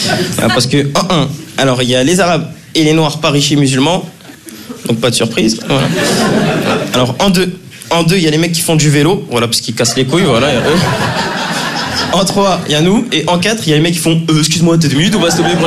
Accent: Draguignan, Provence-Alpes-Côte d'Azur, France; now in Lyon, France; faut savoir un truc, c'est que moi, je viens de Draguignan. Donc, partout où je suis en France, je suis content d'être là

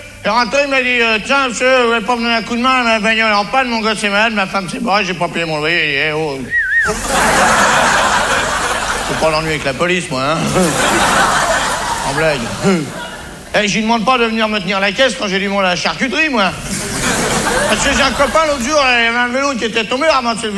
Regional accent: France

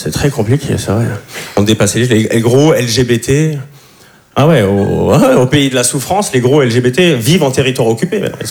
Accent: Switzerland; now in Paris, France; Comme il a dit, je suis suisse, ça fait 2 ans que j'habite à Paris.

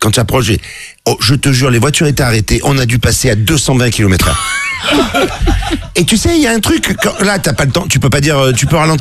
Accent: Marseille, Provence-Alpes-Côte d'Azur, France; Et moi, autant, je suis Marseillais, j'ai roulé sans assurance, sans casque, jusqu'à l'âge de 20 ans.

